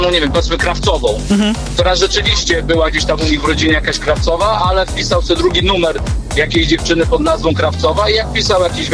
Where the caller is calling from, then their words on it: Tricity, Pomeranian Voivodeship, Poland; ja teraz mieszkam w Trójmieście